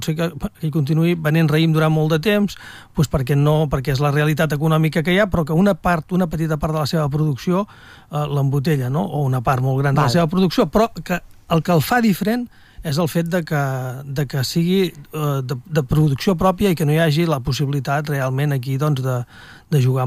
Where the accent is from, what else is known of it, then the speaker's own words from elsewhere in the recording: Catalonia, Spain; Som catalans, ja hem de començar com toca.